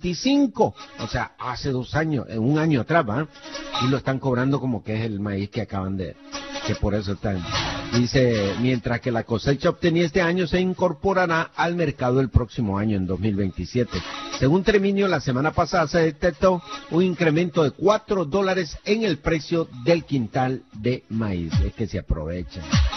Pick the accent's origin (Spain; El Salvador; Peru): El Salvador; Yo como salvadoreño